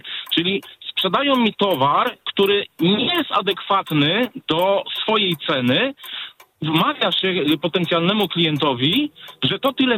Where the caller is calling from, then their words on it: Przasnysz, Masovian Voivodeship, Poland; Przasnysz.